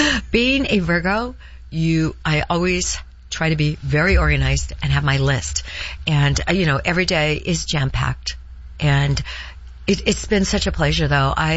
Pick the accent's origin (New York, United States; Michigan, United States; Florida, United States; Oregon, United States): Oregon, United States; Heppner; But, okay, I grew up when we actually had 300 more lumber mills in the state. I was from Hempner. We had the Kinzu Mill.